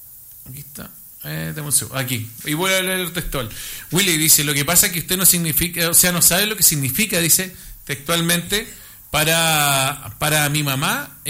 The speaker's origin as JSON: {"language": "Spanish", "town": "Curicó", "region": "Maule", "country": "Chile", "said": "yo soy de Curicó y también están con el problema de la señal"}